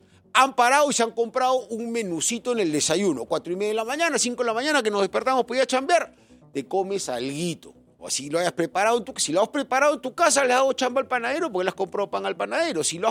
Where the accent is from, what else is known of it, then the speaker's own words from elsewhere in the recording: Peru; somos peruanos honestos